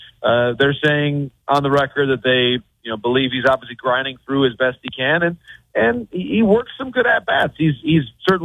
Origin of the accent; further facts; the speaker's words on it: Midwest, United States; And I'm from the Midwest in a small town, Mike.